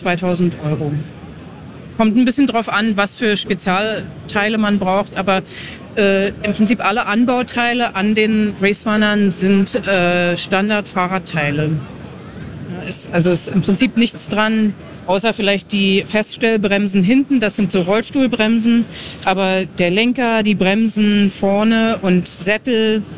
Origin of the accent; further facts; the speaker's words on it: Potsdam, Brandenburg, Germany; moved away as an adult; now in United States; Ich habe in meiner Heimatstadt Potsdam angefangen und bin 2006 in die USA ausgewandert